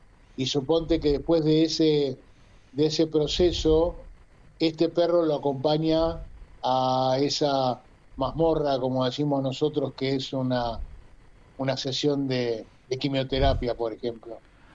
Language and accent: Spanish; Argentina; como buen argentino que soy